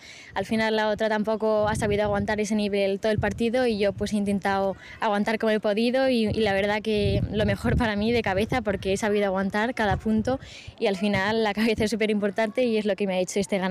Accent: Zaragoza, Aragon, Spain; soy de Zaragoza

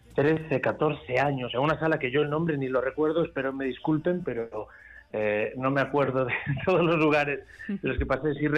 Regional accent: Ferrol, Galicia, Spain; soy del 83, de Ferrol

